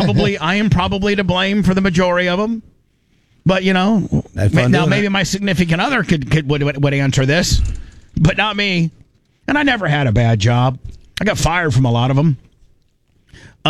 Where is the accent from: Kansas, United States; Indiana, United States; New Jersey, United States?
Indiana, United States; My idea of a great vacation is going to Indiana. And going back to my hometown and seeing my friends